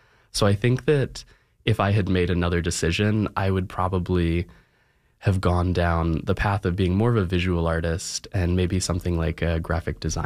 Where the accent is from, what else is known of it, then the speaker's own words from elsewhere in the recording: Virginia, United States; now in Oregon, United States; I'm from Virginia